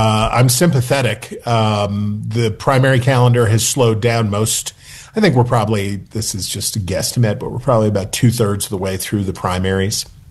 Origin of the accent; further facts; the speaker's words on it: Wheeling, West Virginia, United States; I'm from the real West Virginia. I'm from Wheeling.